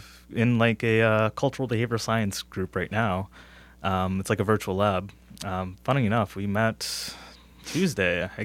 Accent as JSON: {"language": "English", "town": "Gainesville", "region": "Florida", "country": "United States", "tie": "born or raised there", "also_born_or_lived": "New Jersey", "said": "Let's see, I am from Florida, Gainesville, Florida, actually. Raised up there, born in New England, actually. It's pretty funny."}